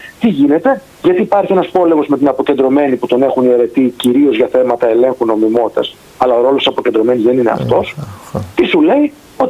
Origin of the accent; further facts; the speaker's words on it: Lamia, Central Greece, Greece; moved away; Ανεβαίνω καμιά φορά στα μέρη μου στη Λαμία